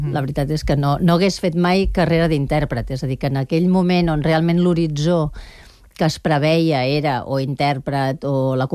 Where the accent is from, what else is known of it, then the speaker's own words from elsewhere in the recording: Barcelona, Catalonia, Spain; jo soc de Nou Barris